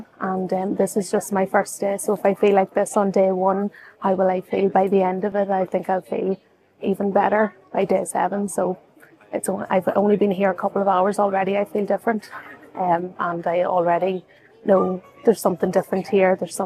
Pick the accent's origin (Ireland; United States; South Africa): Ireland; I'm from Ireland and I have come over here to Medjugorje